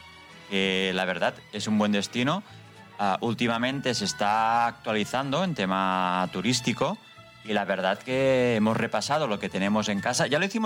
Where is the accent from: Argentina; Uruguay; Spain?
Spain; Mataró, Catalonia; somos de Mataró, estamos hablando de Mataró, está en la provincia de Barcelona. Creo que son 33 kilómetros.